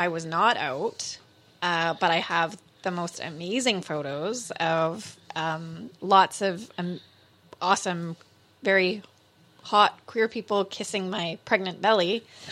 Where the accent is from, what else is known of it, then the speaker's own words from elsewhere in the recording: Manitoba, Canada; I'm from Manitoba.